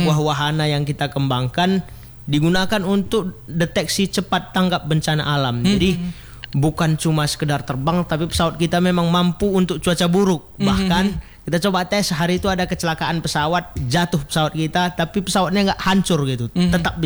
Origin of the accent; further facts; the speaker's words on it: Aceh, Indonesia; now in West Aceh, Indonesia; asal dari Aceh Singkil. Sekarang kuliah di Universitas Tengku Umar, program studi teknik sipil